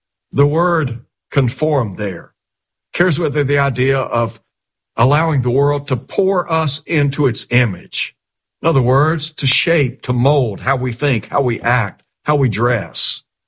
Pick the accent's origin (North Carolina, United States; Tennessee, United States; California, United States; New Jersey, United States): Tennessee, United States; Chattanooga; when I was just a young fella growing up in Chattanooga